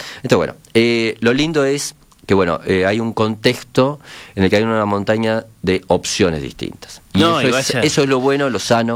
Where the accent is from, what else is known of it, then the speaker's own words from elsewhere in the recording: Montevideo, Uruguay; born there; porque aparte yo nací en Villa Biarritz de alguna forma y ahí funcionaba